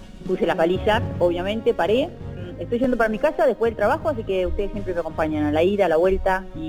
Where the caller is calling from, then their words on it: Tigre, Buenos Aires Province, Argentina; De Tigre.